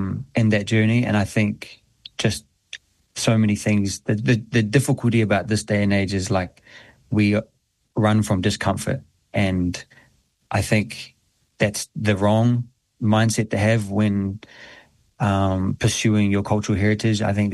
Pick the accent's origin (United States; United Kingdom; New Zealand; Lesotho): New Zealand; I look back at my childhood growing up in New Zealand